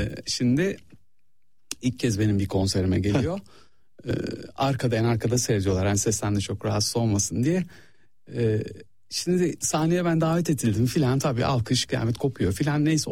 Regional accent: Istanbul, Turkey; born there; İstanbul, Üsküdar doğumluyum ben. Babam annem orada doğmuşlar, büyümüşler, sonra belli yaşlarda gelmişler büyük şehirlere.

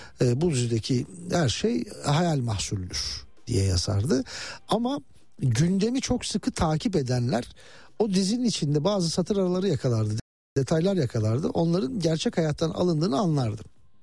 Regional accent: Muş, Muş Province, Turkey; Muşspor. Benim memleketim yenmiş.

